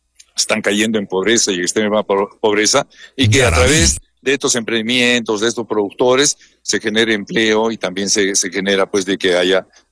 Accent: Arequipa, Peru; nosotros como arequipeños

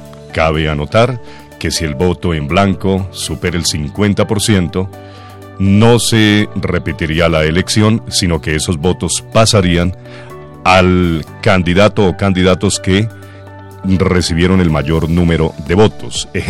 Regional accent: Colombia; como colombiano y como cristiano

